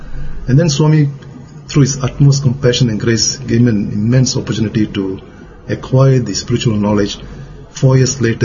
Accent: Malaysia; now in New Zealand; I currently reside in New Zealand. I hail from Malaysia.

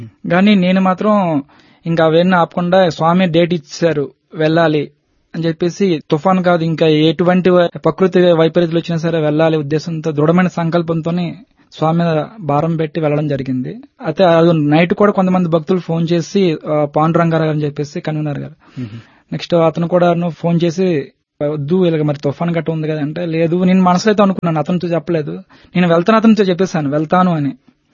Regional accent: Andhra Pradesh, India; moved away as an adult; now in Visakhapatnam, India; యాక్చువల్గా మాది శ్రీకాకుళం డిస్ట్రిక్ట్ కోడుమల్లి మండలం. అక్కడ నుంచి నా చదువు అంతా అయింది.

